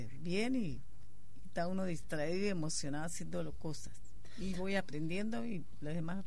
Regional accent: Venezuela; moved away as an adult; now in Catalonia, Spain; Yo soy de Venezuela. Uh-huh. Tengo 9 años de estar aquí.

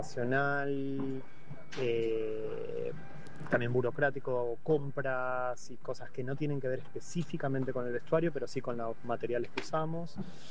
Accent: Argentina; hace, bueno, más de 10 años estudiando diseño de vestuario en Buenos Aires. Yo soy de Argentina.

